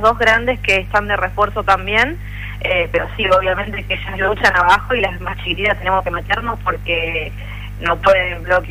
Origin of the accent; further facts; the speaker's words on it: La Plata, Buenos Aires Province, Argentina; moved away as an adult; now in Cinco Saltos, Argentina; Yo vengo de La Plata. Nací ahí. Siempre jugué en equipos platenses